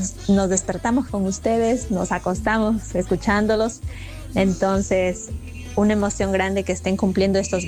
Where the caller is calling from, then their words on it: Pedro Vicente Maldonado, Pichincha, Ecuador; Los escucho en el noroccidente de Pichincha, del cantón Pedro Vicente Maldonado, que pertenece a la ciudad de Quito. Saluditos